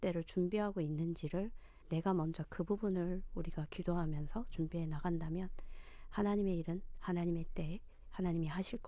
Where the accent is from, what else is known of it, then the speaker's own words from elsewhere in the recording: North Korea; now in South Korea; 저와 같은 탈북민들이